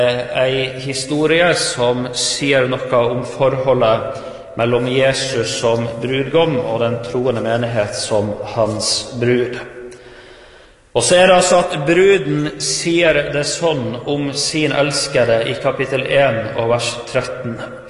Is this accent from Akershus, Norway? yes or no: no; Troms, Norway; Jeg kommer fra Troms, hvor jeg er litt av bygd som heter Karvikhamn.